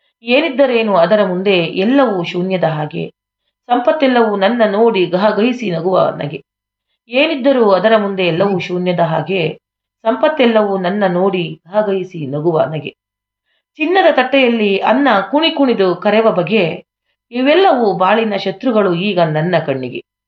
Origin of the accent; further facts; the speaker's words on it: Kuskur, Karnataka, India; ನನ್ನ ಊರು ಕುಸ್ಕೂರು, ಒತ್ತೂರು ಪೋಸ್ಟ್, ಶಿವಮೊಗ್ಗ.